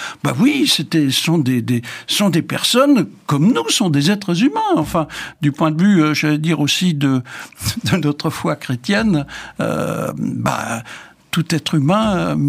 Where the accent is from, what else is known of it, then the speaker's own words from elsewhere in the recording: Grand Est, France; Enfin, chez nous, en Alsacien, on appelait ça un tziguinor